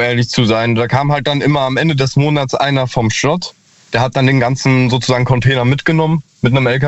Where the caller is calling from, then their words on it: Hesse, Germany; Ich bin aus der Ecke ja, zwischen Marburg und Kassel, also Nordhessen.